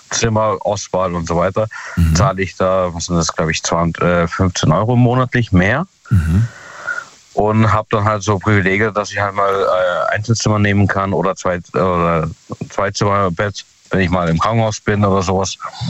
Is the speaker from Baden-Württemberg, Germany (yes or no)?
yes; Ottersweier, Baden-Württemberg, Germany; Aus Ottersweier.